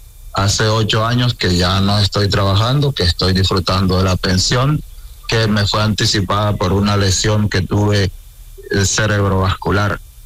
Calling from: Santa Marta, Magdalena, Colombia; Hablo de Santa Marta en el Caribe colombiano.

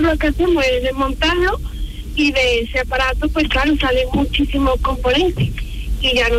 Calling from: San José de la Rinconada, Andalusia, Spain; Pues vengo desde San José, trabajo en Sevilla, en el Polígono Astores

